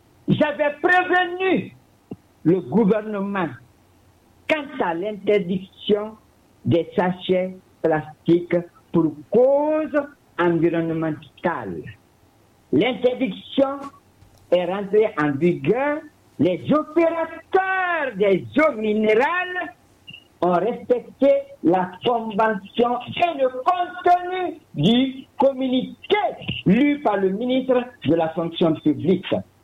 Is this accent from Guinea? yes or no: yes; Lola, Nzérékoré Region, Guinea; Chez moi, à Lola